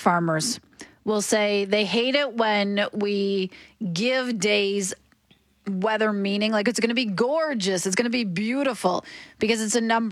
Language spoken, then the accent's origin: English; Ontario, Canada; moved away; Because I grew up in Ontario.